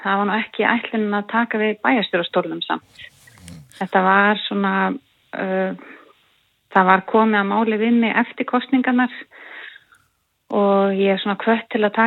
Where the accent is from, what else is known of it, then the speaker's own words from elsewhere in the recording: Önundarfjörður, Westfjords, Iceland; now in Bolungarvík, Iceland; Já, ég bý í Bolungarvík og ég búið þar í 15 ár, en ég er úr Önundarfirði, uppalinn þar.